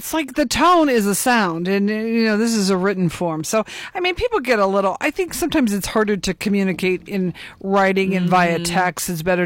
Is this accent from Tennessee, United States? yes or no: no; Cuyahoga Falls, Ohio, United States; moved away; I am from there also, by the way. But I don't live there now, but I loved it. We're both Falls High graduates